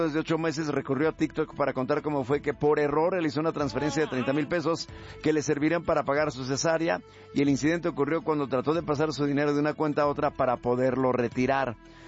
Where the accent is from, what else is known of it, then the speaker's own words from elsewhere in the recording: Guadalajara, Jalisco, Mexico; Yo soy de Guadalajara, entonces dije, si es una taquería a la que yo acudí, voy y trato de contactar a la persona para más rápido y ver si puedo llegar a algún acuerdo.